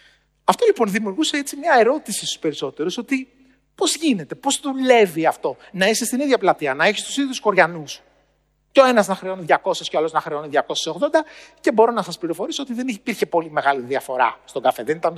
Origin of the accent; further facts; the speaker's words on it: Western Greece, Greece; Στο χωριό μου λοιπόν, στο Αγρίνιο, εκεί που μεγάλωσα, στον Αβαρίκο Ετωλοακαρνανίας, ένα μικρό χωριό που είναι κοντά στο Θέρμο, το 1990 ήταν στις δόξες του.